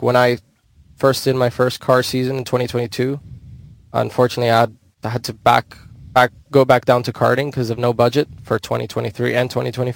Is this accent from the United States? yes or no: yes; Miami, Florida, United States; I'm from Miami, Florida. I was born and raised there. My dad is Argentinian. My mom is Cuban. I also have some Italian background.